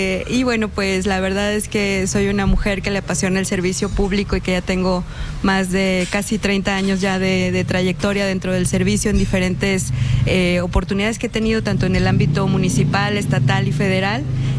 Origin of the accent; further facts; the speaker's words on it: Salamanca, Guanajuato, Mexico; yo soy salmantina